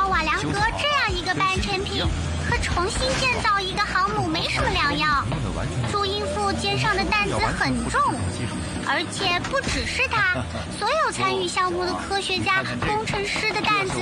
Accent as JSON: {"language": "Chinese", "town": "Shenyang", "region": "Liaoning", "country": "China", "said": "我们沈阳人"}